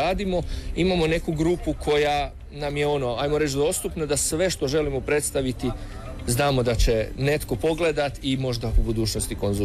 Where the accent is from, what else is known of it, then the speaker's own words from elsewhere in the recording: Croatia; nekakva strast prema ovoj državi, meni kao Hrvatu i mojoj ženi koja se danas klasificira kao Hrvatica i Poljakinja u jednom.